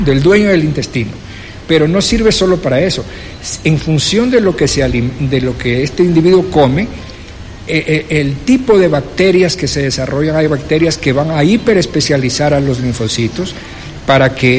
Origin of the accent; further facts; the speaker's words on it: Guayaquil, Guayas, Ecuador; now in Quito, Ecuador; yo soy de Guayaquil, yo cuando llegué a Quito